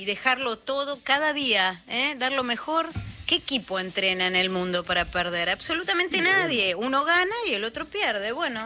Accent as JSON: {"language": "Spanish", "country": "Argentina", "said": "Somos argentinos, somos así"}